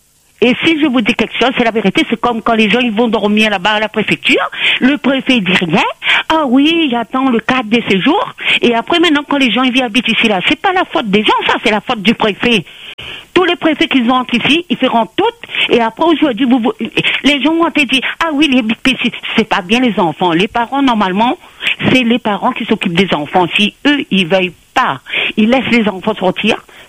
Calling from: Réunion; j'habite dans les Hauts

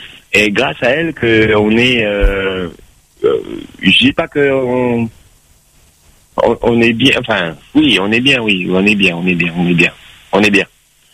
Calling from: Bordeaux, Nouvelle-Aquitaine, France; De Bordeaux.

